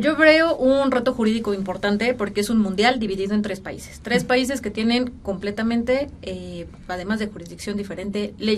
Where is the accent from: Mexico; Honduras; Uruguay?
Mexico